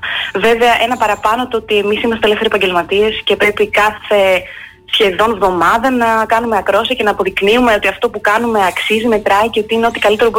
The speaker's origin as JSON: {"language": "Greek", "town": "Heraklion", "region": "Crete", "country": "Greece", "tie": "born or raised there", "moved": "as an adult", "lives_now": "London, United Kingdom", "said": "εγώ μεγάλωσα στο Ηράκλειο και έφυγα στις 18 μου από εδώ."}